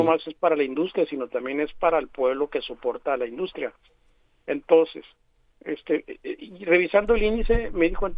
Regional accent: Guaymas, Sonora, Mexico; now in Hermosillo, Mexico; yo soy de Guaymas, vivo un poco en Guaymas, pero yo recuerdo de niño, el agua de la llave era agua desalinizada

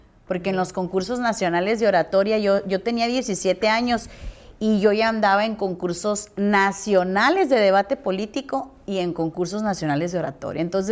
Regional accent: San Luis Río Colorado, Sonora, Mexico; los políticos de mi tierra y de San Luis Río Colorado.

